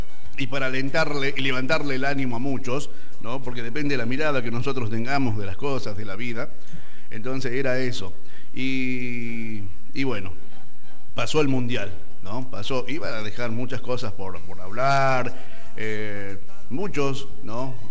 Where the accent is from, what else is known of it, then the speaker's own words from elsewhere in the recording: Argentina; visto, como argentino, con garra, como somos nosotros.